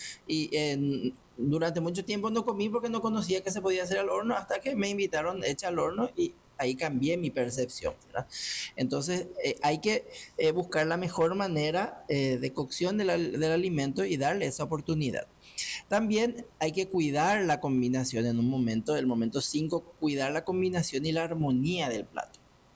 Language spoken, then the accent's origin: Spanish; Paraguay; Eso somos expertos los paraguayos en hacer infusiones